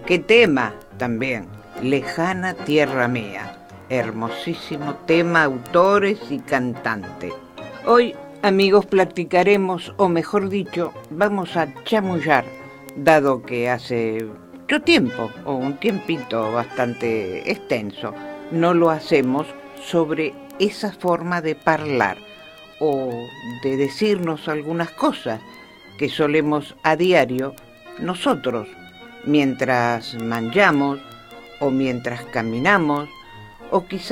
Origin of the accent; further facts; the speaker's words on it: Argentina; que solemos utilizar los argentinos en forma cotidiana, dado que es una manera de estar utilizando el lunfardo, puesto que es nuestro caballito de batalla